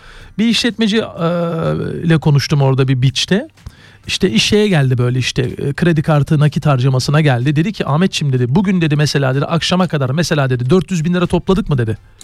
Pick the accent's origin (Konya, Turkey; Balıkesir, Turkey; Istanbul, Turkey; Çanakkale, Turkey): Istanbul, Turkey; Yok dedim ben İstanbulluyum dedim tamam mı?